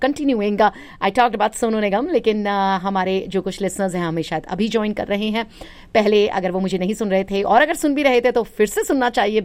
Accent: Delhi, India; मैं दिल्ली में बड़ी हुई हूँ, and there lot of the area that I grew up was all जो उनके पेरेंट्स, या ज़्यादातर तो दादा वगैरह, दादा दादी उस तरह के लोग, नाना नानी उस पार से आए थे, बॉर्डर पार

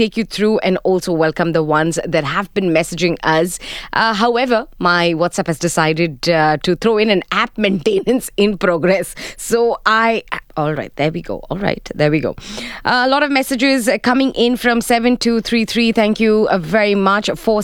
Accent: Sharjah, United Arab Emirates; Of course, I come from Sharjah, so my area is bumper to bumper at that point

